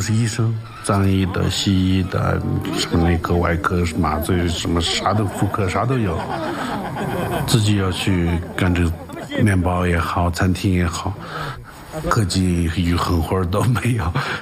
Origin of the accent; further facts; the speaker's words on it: Gyantse, Tibet, China; 因为童年在江孜奶奶那边